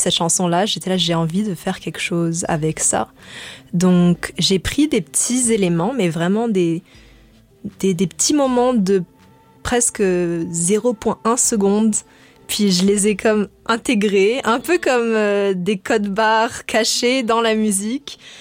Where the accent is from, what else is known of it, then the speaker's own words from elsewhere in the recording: France; also born or lived in Madagascar; now in Montreal, Canada; j'ai grandi en France même si je suis née à Madagascar.